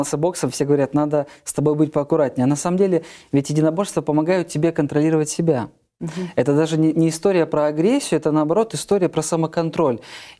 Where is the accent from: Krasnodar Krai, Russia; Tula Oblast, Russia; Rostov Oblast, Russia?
Rostov Oblast, Russia; Rostov-on-Don; moved away as an adult; Я родился в Ростове-на-Дону, это мой родной город. 25 лет жизни своей там прожил. Угу. Вот, сегодня мне 30